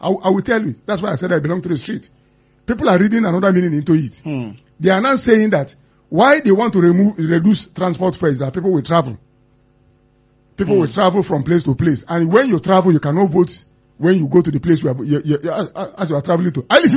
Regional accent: Nigeria; I'm a Nigerian.

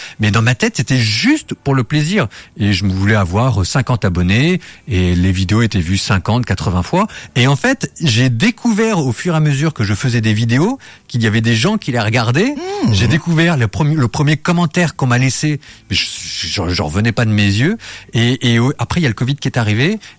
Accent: France; parce que nous, quand on vient de France, l'île Maurice, c'est le haut du panier.

